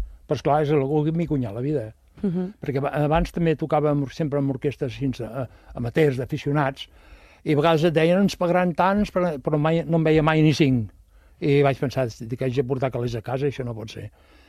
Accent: Montcada i Reixac, Catalonia, Spain; jo soc de Marrampinyo, sabeu on és? Montcada Reixac, entre Montcada Reixac i la Llagosta hi ha Marrampinyo. Bueno, que tots eren pagesos abans

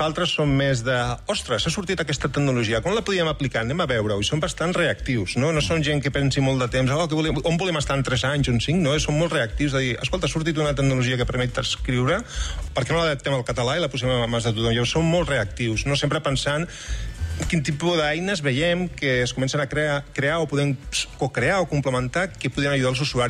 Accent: Barcelona, Catalonia, Spain; Del Clot, ara visc al Guinardó.

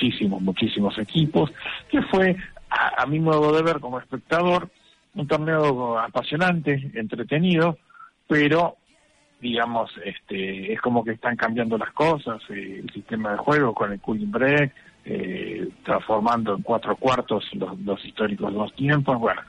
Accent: Argentina

